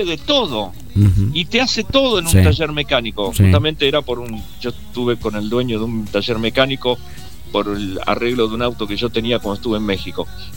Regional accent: Argentina; ¿cómo somos los argentinos?

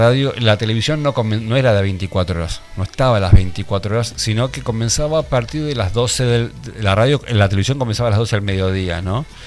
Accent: Buenos Aires, Argentina; Obviamente todos se dan cuenta que soy de Buenos Aires y mis mañanas eran de Radio Rivadavia.

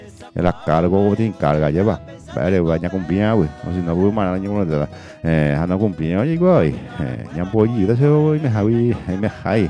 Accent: Paraguay; como buen ciudadano, como buen paraguayo que somos, ya cumpliendo el derecho al sufragio

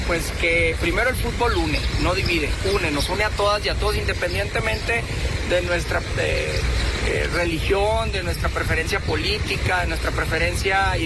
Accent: Mexico; todos somos mexicanas y mexicanos

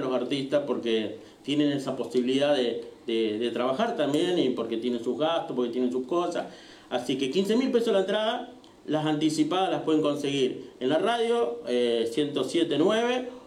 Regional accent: San Justo, Argentina; nosotros que somos de San Justo

